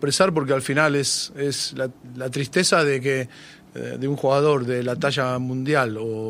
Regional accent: Argentina; como argentino con Maradona

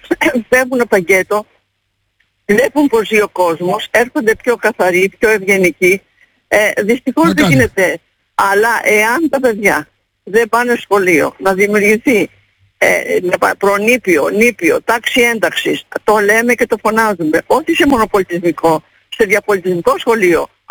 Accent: Patras, Western Greece, Greece; Είμαι από την Πάτρα

